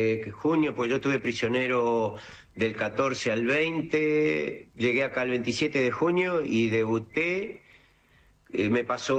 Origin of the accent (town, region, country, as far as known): Argentina